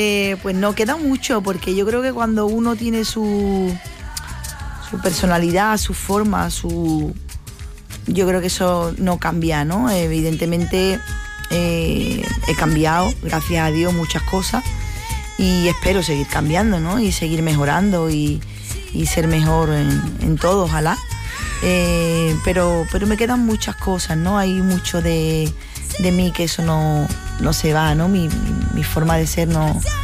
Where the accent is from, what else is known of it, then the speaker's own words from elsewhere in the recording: San Fernando, Andalusia, Spain; siempre me lleva a mi tierra, ¿no? Y a mí todo lo que me lleve a mi tierra, todo lo que me lleve a San Fernando, a Cádiz, su provincia en general, todo lo que me lleve ahí, me apetece, ¿no?